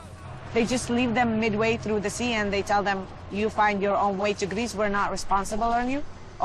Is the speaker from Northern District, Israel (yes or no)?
yes; Nazareth, Northern District, Israel; first language Arabic; English is a second language; I am a Palestinian citizen of Israel. Arabic is my mother tongue. I'm also a Christian, so I'm a minority inside of a minority inside of Israel.